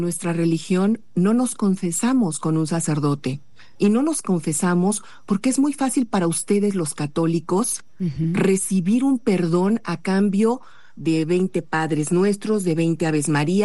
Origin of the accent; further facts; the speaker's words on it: Mexico; nosotros, como mexicanos